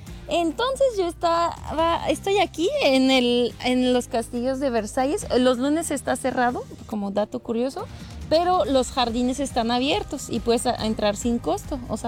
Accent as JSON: {"language": "Spanish", "country": "France", "tie": "born or raised there", "accent": "French", "second_language": "Spanish", "moved": "as an adult", "lives_now": "Chihuahua, Mexico", "said": "yo soy de Francia, por eso el acento medio a veces raro. Soy de acá, yo viví toda mi vida aquí, crecí todo, la universidad aquí. Y pues llegué a Chihuahua, ¿no? Después."}